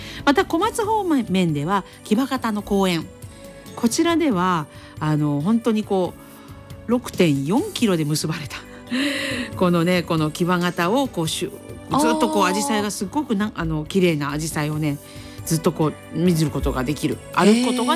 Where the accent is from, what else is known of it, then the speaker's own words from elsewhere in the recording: Kanazawa, Ishikawa, Japan; 私あの実家が金沢市なんですけれども宇多津山公園この近くに生まれ育ちましたので